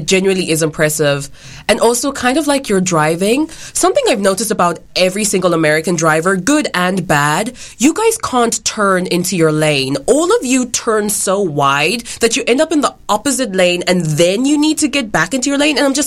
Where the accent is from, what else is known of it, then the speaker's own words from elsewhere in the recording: South Africa; I am born and raised South African.